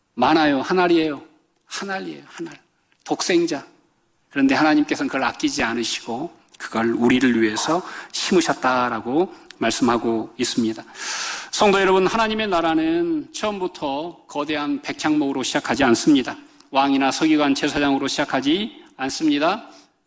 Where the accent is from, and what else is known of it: South Korea